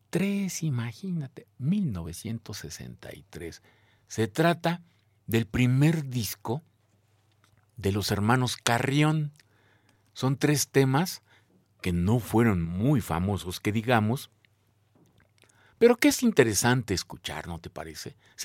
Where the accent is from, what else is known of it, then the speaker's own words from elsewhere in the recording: Mexico; somos orgullosamente de México